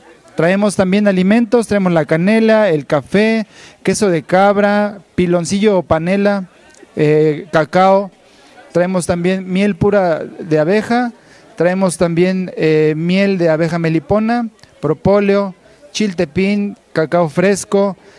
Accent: Atzalán, Veracruz, Mexico; moved away; Venimos de Atzalán, Veracruz, de la zona Totonaca.

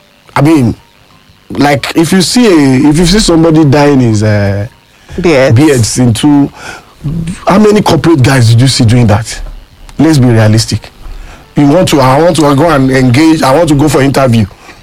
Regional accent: Ibadan, Oyo, Nigeria; So I am from Oyo State. I'm from Ibadan.

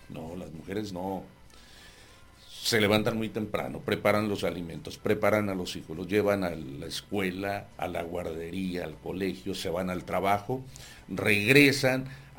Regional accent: San Quintín, Baja California, Mexico; now in Tijuana, Mexico; Soy de San Quintín.

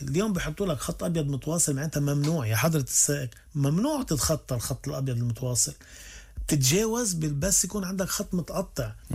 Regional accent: Syria; بس أنه اليوم أنا سوري يعني

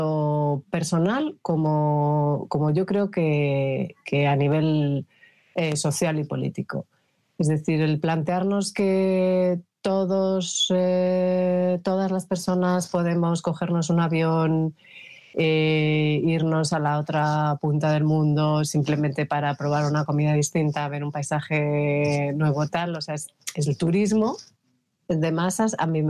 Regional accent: Madrid, Community of Madrid, Spain; born there; also born or lived in Central America; now in Extremadura, Spain; yo que soy de Madrid y he nacido en Madrid

